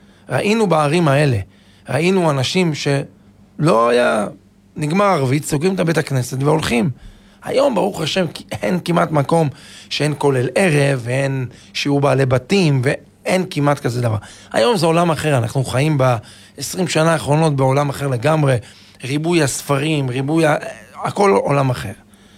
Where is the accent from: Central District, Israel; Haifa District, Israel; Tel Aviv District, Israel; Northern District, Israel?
Central District, Israel; Netanya; אני זוכר אפילו בתור ילד, בנתניה, אני זוכר, לפני 40 שנה